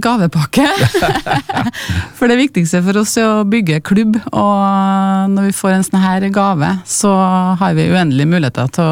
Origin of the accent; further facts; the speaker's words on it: Malvik, Trøndelag, Norway; Jeg bor der selv, født og oppvokst på Vikhammeråsen